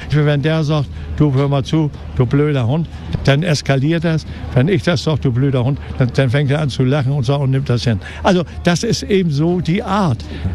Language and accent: German; Hamburg, Germany; Mich kennen sie und ich kenne sie, weil ich bin Hamburger durch und durch.